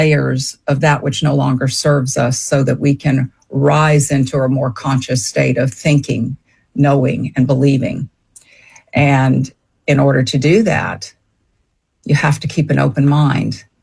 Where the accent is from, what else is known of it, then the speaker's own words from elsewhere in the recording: Savannah, Georgia, United States; So I grew up in Savannah, Georgia. I was born and reared there.